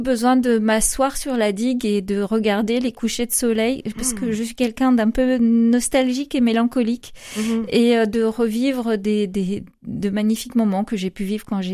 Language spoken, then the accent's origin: French; Saint-Malo, Brittany, France; also born or lived in Mayenne; Je suis de Saint-Malo.